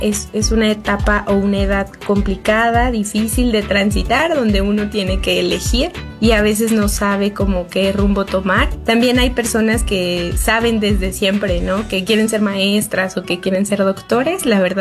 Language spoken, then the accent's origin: Spanish; San Agustín Tlaxiaca, Hidalgo, Mexico; yo soy pues originaria de la comunidad de San Juan Solís Hidalgo, perteneciente a San Agustín Tlaxiaca.